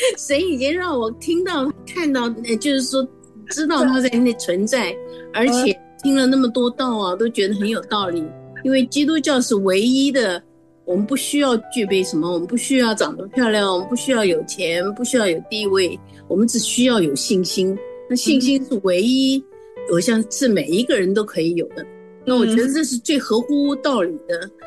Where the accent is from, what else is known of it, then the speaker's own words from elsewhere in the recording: Taiwan; now in United States; 我是在台湾长大的时候，